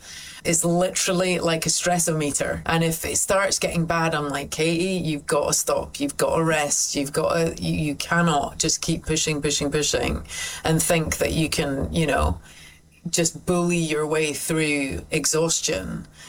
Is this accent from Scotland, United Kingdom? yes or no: yes; St Andrews, Scotland, United Kingdom; born or raised there